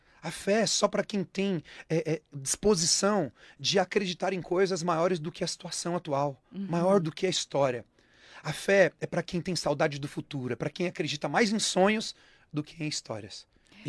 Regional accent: Taboão da Serra, São Paulo, Brazil; eu morei a minha infância e a minha adolescência toda em Taboão da Serra, no bairro chamado Jardim Salete, na periferia de Taboão da Serra.

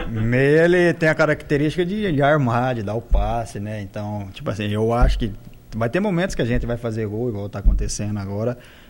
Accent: Santa Bárbara d'Oeste, São Paulo, Brazil; Eu vinha de Santa Bárbara, pegava um ônibus em Santa Bárbara

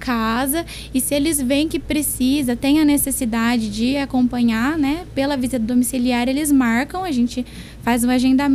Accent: Monte Alto, São Paulo, Brazil; Eu sou de Monte Alto.

